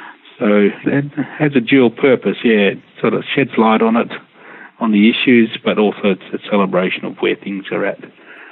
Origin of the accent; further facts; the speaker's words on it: Perth, Western Australia, Australia; now in Melbourne, Australia; I'm a Whadjuk person. I'm from Perth. The Perth City metro area, all that region is Whadjuk country. And so I've descended from that area.